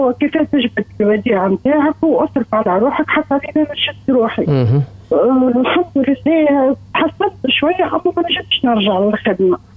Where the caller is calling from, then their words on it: Tunis, Tunis Governorate, Tunisia; أنا … من تونس.